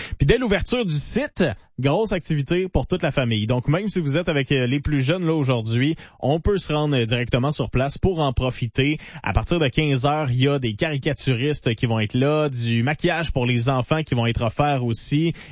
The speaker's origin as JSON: {"language": "French", "region": "Quebec", "country": "Canada", "said": "On n'est pas fait en chocolat, hein? On est des Québécois, on a déjà vu pas mal pire."}